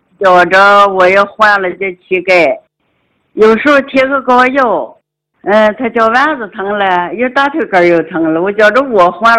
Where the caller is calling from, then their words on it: Jinghai, Tianjin, China; 我来自天津静海，